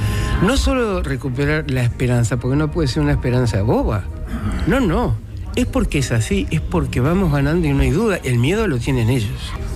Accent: Uruguay

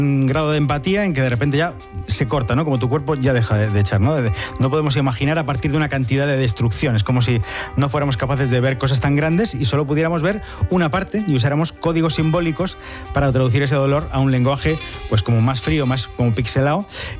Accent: Soria, Castile and León, Spain; para los que somos de Soria de corazón

